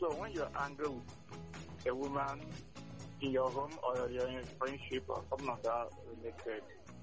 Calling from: Nigeria; I'm calling from Nigeria.

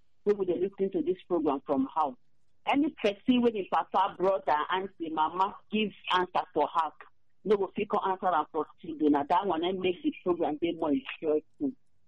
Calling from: Aba, Abia, Nigeria; from Abba.

